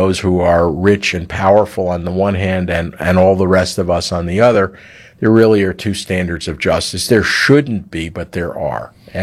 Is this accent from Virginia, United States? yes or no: no; New Jersey, United States; moved away as an adult; now in Texas, United States; I'm from the New Jersey area originally. Came down here about 25 years ago.